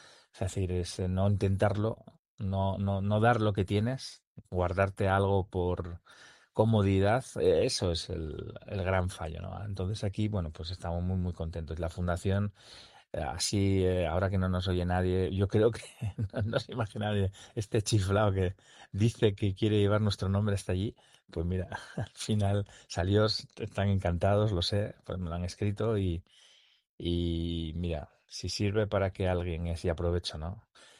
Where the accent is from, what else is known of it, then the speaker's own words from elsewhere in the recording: Gijón, Asturias, Spain; mi madre tenía familia aquí en Avilés, yo soy de Gijón